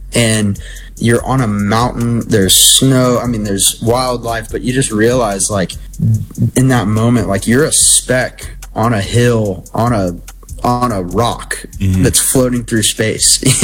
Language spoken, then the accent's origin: English; Oklahoma, United States; now in Texas, United States; I grew up in Oklahoma. I live in Texas now